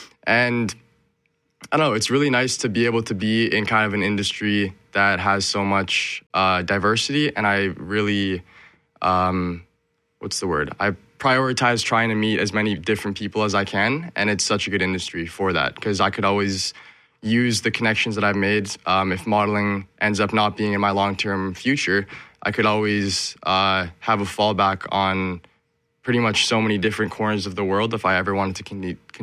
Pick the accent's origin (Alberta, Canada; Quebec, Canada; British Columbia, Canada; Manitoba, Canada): Manitoba, Canada; Winnipeg; moved away as an adult; coming from Winnipeg, yeah, like, on my mom's side, I'm Filipino and Slovenian. And then on my dad's side, white, British Canadian, I guess.